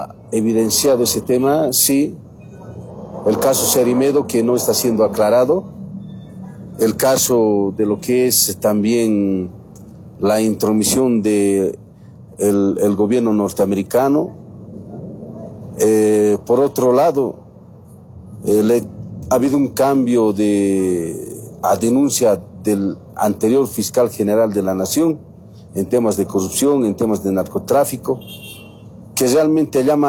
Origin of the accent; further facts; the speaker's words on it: Bolivia; los bolivianos somos bolivianos